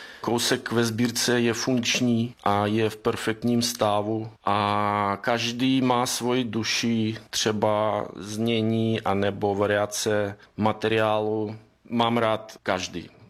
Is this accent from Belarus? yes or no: yes; Minsk, Belarus; moved away; jsem původem z Mínska.